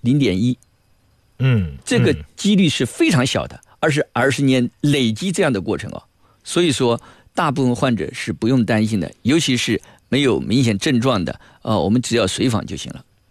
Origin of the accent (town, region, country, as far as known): China